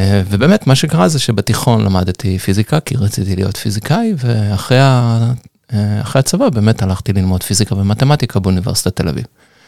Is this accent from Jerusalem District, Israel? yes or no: no; Holon, Tel Aviv District, Israel; גדלתי בחולון, היו בחינות לילדים כדי שהם יוכלו לעשות קורסים אחר הצהריים